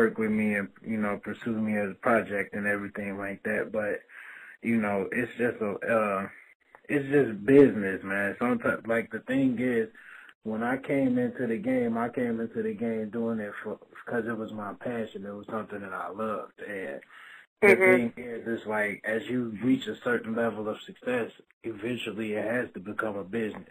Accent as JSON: {"language": "English", "town": "St. Louis", "region": "Missouri", "country": "United States", "said": "I was from St. Louis"}